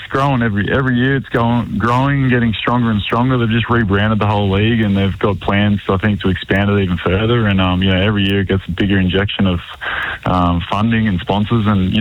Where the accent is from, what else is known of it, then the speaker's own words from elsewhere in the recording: Sydney, New South Wales, Australia; moved away as an adult; I'm from Sydney